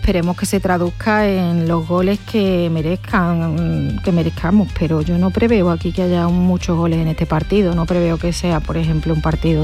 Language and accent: Spanish; Santa Ana la Real, Andalusia, Spain; Santa Ana la Real, en la provincia de Huelva, está entre Alájar y Almonaster.